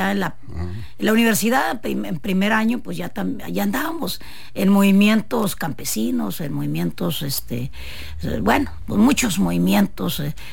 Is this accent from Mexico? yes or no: yes; Sinaloa, Mexico; born there; Yo nací en un pueblo de la sierra de Sinaloa